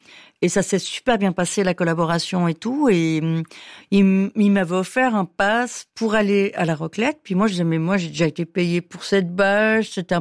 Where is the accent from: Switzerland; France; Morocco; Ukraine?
Switzerland; Saint-Maurice, Valais; quand j'étais petite, à Saint-Maurice, je savais que je voulais vivre dans une grande ville.